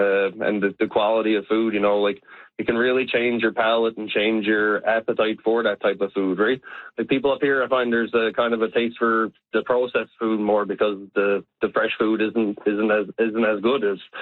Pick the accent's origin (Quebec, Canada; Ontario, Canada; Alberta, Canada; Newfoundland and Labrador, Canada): Newfoundland and Labrador, Canada; Witless Bay; I remember growing up, I'm from Witless Bay on the Southern Shore.